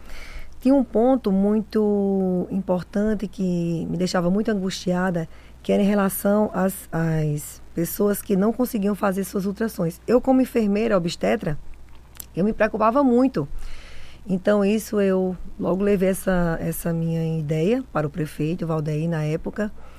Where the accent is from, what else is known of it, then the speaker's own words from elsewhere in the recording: Paraíba, Brazil; moved away as an adult; also born or lived in São Paulo; now in Roraima, Brazil; Vim da Paraíba, na verdade sou paulista, criada na Paraíba e roraimada. Agora, cheguei aqui em 2003, né, com a esperança de um futuro melhor. Então, cheguei aqui junto com meu esposo